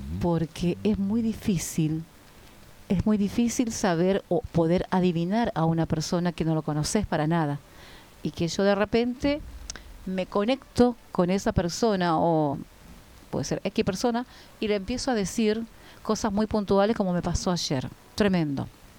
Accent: Paraguay; now in Argentina; ya hace 22 años que estoy en Argentina, pero me siento más paraguaya que la mandioca

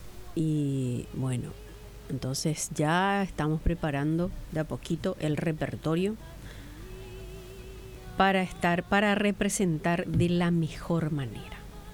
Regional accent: Paraguay; porque parece luego que no somos paraguayos

